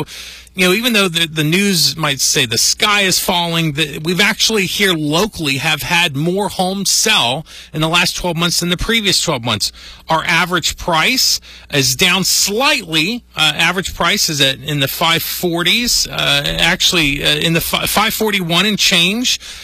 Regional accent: Flat Rock, North Carolina, United States; I grew up in Flat Rock

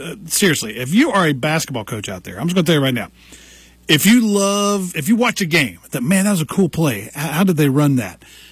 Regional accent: United States; I'm from McDowell County, Pete.

